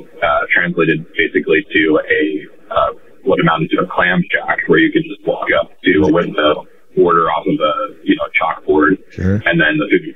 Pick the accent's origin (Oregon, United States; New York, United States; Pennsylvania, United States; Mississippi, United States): Oregon, United States; Ashland; Yeah, I was born in Ashland and raised in Southern Oregon. My dad's a logger. My grandfather and my dad are both loggers, and they own a company. So I moved around a little bit around Oregon as a kid